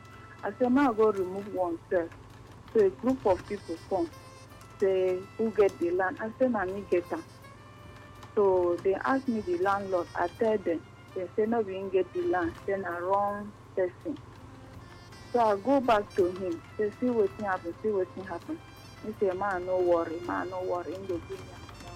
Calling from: Port Harcourt, Rivers, Nigeria; I'm calling from Elelewa.

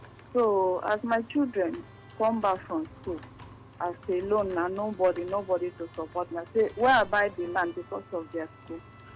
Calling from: Port Harcourt, Rivers, Nigeria; I'm calling from Elelewa.

